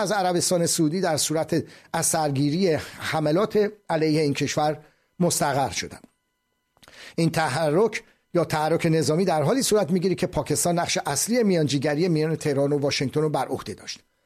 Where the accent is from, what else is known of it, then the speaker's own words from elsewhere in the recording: Iran; به عنوان یک ایرانی